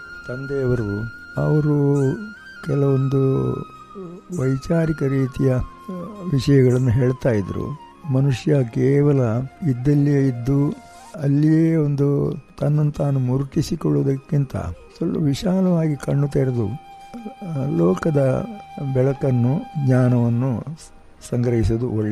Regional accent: Someshwara, Karnataka, India; moved away as an adult; also born or lived in Kotekar / Puttur; ನಮ್ಮ ಸೋಮೇಶ್ವರದ ಪರಿಸರ

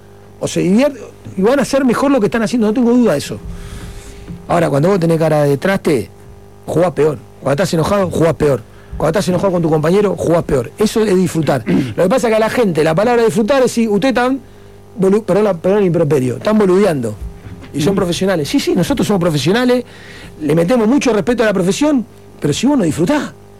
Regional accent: Argentina; now in Uruguay; a mí me decían, no, vos sos argentino

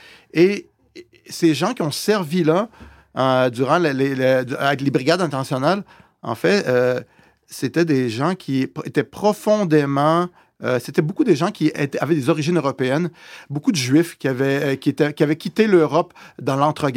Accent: Quebec City, Quebec, Canada; J'étais au petit séminaire de Québec. Hein, donc, j'ai grandi dans le Vieux-Québec. Pour moi, être entouré de tourisme, c'était normal.

